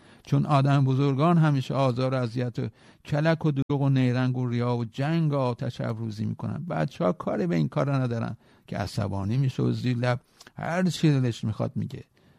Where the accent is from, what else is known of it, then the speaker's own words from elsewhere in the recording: Tehran, Tehran Province, Iran; من بچه چهارای مولوی هم جنوب شهر و اون سینمای تمدن هم معبد عشق دوران کودکیم. بزرگ شده محلی که دورورش سرا نایبلی و گذر لوتی سالو و باقلچی و چارس و چوبی و گود زنبورشگونه